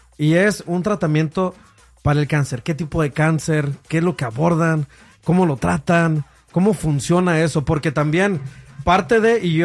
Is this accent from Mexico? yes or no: yes; Mexico; uno como hombre, como varón, como mexicano, como hispano